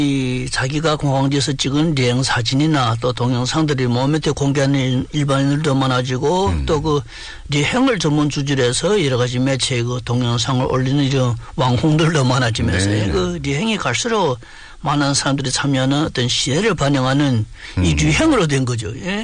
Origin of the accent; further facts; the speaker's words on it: Longjing, Jilin, China; 저는 고향이 용정인데 제가 태어나서부터 대학 입학 전까지 줄고 살았던 집이 그 20여 년 전에 도로건 설용지에 포함돼서